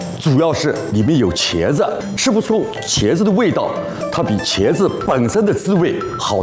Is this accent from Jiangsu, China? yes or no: yes; Nanjing, Jiangsu, China; 真是可以的，因为我来自于南京啊，复制这道菜是很有把握的。